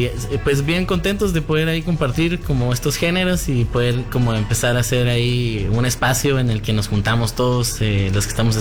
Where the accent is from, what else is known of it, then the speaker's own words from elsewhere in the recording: Quiché, Guatemala; La verdad es que soy de Quiché.